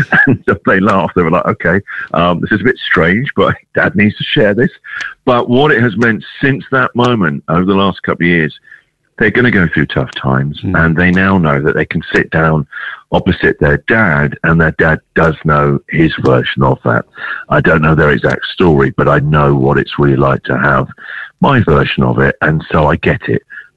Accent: England, United Kingdom; And obviously, I'm an English guy, the other side of the world.

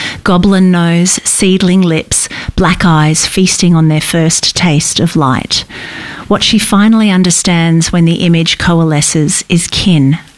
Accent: Australia; born there; it's set in my home country, which is Australia.

